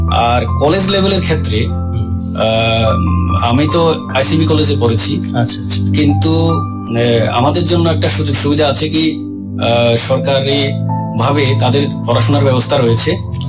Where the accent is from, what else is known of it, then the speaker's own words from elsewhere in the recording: Tripura, India; আমার বাড়ি হচ্ছে নলুয়াতে, বিলোনিয়ার দক্ষিণের ইসমোর ব্লকের আন্ডারে নলুয়াতে। নলুয়া আমার গ্রাম হচ্ছে জয়পুর।